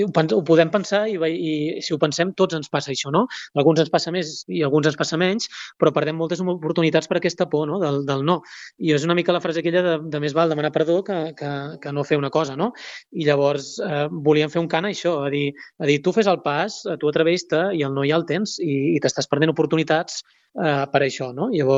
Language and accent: Catalan; Reus, Catalonia, Spain; sóc de Reus, i sóc una persona que potser l'adjectiu seria una persona inquieta